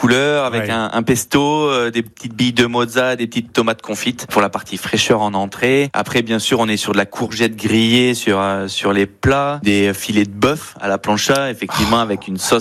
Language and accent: French; Mauves, Auvergne-Rhône-Alpes, France; Moi, je suis de Mauves. C'est pour ça que j'ai voulu m'installer ici.